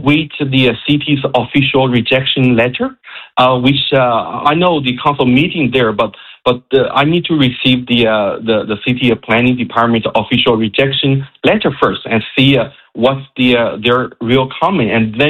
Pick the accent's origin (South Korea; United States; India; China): China; now in Canada